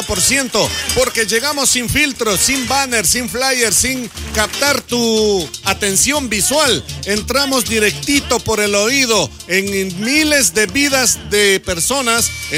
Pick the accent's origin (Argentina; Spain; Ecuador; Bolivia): Ecuador